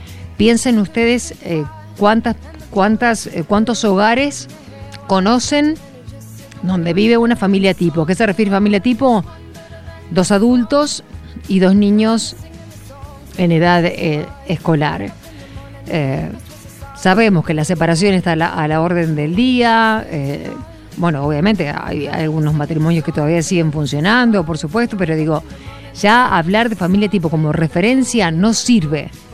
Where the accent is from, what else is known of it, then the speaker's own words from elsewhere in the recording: Argentina; No solamente yo lo digo yo como periodista, sino como argentina, como ciudadana.